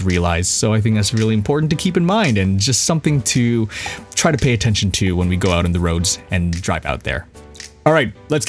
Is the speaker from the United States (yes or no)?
no; Canada; because obviously I'm from Canada